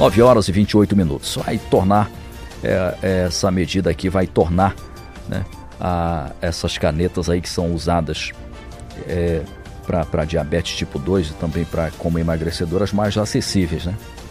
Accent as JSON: {"language": "Portuguese", "region": "Pará", "country": "Brazil", "said": "Eu sou paraense."}